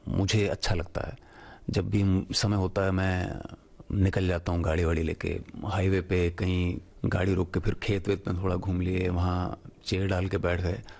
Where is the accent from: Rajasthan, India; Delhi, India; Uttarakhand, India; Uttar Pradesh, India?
Delhi, India; मैं दिल्ली में पैदा हुआ, पला बड़ा